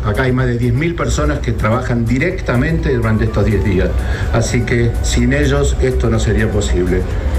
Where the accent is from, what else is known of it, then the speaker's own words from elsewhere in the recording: Argentina; somos los argentinos.